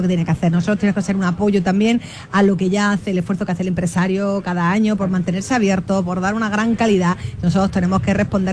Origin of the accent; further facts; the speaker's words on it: Almería, Andalusia, Spain; Pero es que yo soy muy almeriense, a mí es que me gusta mucho la feria, y me gusta mucho vestirme de flamenca y ver las sevillanas